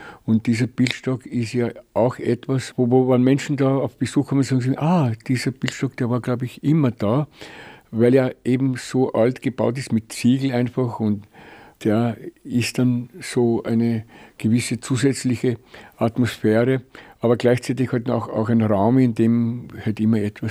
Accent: Lower Austria, Austria; Ich komme ja aus dem Weinviertel

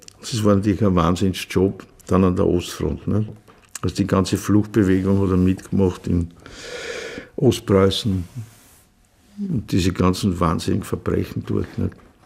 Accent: Vienna, Austria; weil wir ja beide Wiener, ja, wie soll man sagen, die Lust am Fantasieren und dass man alles über drei Ecken, also alles metaphorisch ausdrückt und so, das lernt man halt als Kind in Wien, nicht?

